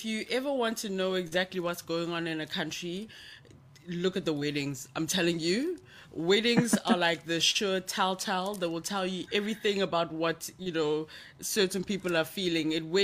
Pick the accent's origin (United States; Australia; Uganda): Uganda; now in South Africa; I got naturalized as South African, I'm Ugandan originally